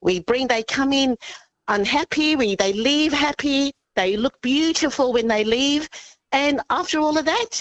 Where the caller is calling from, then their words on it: Aspendale Gardens, Victoria, Australia; I'm from Aspendale Gardens